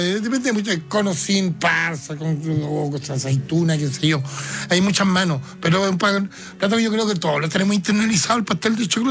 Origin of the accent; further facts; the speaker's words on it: Chile; Es que yo soy bien chileno, a mí me gustan los porotos con renda.